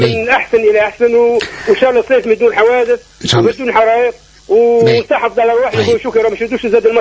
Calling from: Ben Gardane, Medenine, Tunisia

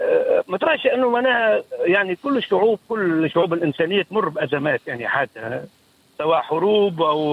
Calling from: Tunisia; بلادنا تونس

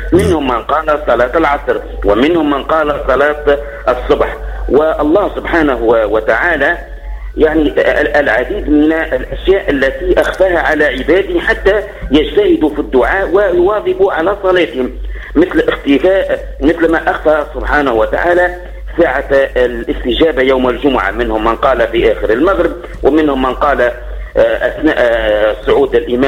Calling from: Kairouan Governorate, Tunisia; من زلميري وليد قيروان.

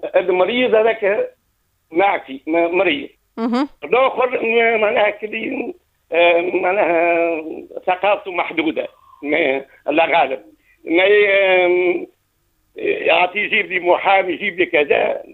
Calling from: Jendouba, Jendouba Governorate, Tunisia; من جندوبة

